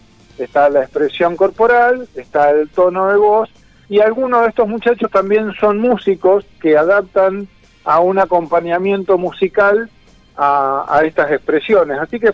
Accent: Argentina; es un tema que no solo nos atañe a nosotros como argentinos

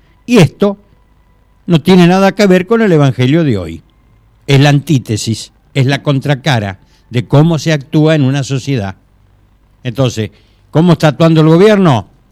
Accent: Argentina; que somos los argentino en este caso.

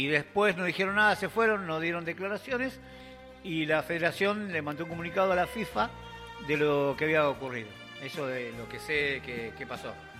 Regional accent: Argentina; No, usted será paraguayo, yo no, yo soy bien argentino.

